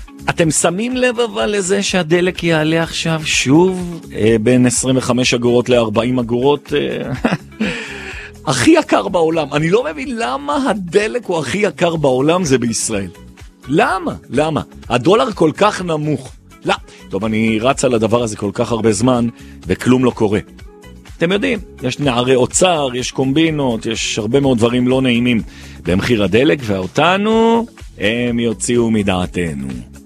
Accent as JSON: {"language": "Hebrew", "town": "Jerusalem", "region": "Jerusalem District", "country": "Israel", "said": "וזה מרגש מאוד, כי אני ירושלמי, וכל דבר חיובי עושה לי טוב על הלב."}